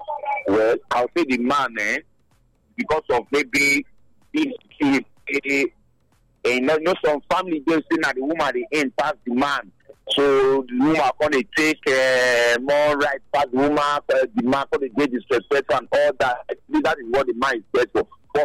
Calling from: Benin City, Edo, Nigeria; I come from Benin, South Africa Road.

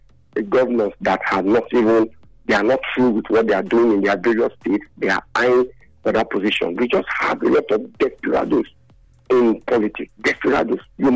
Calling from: Nigeria; I'm calling from South Lero.

